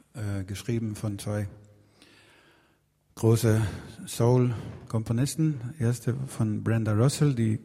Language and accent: German; Sweden; German is a second language; Und auch eigentlich nicht in Schwedisch, weil mein Dialekt ist so scheiße, das kann niemand verstehen.